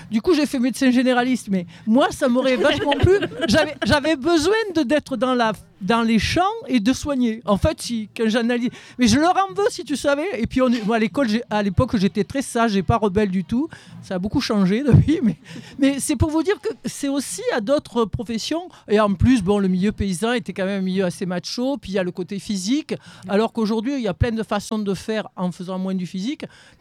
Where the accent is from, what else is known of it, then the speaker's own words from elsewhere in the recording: Pernes-les-Fontaines, Provence-Alpes-Côte d'Azur, France; Bon, moi, je suis de Pernes-les-Fontaines. Tous les voisins, c'était des agriculteurs et les filles et les garçons avaient mon âge, enfin ceux de ma génération.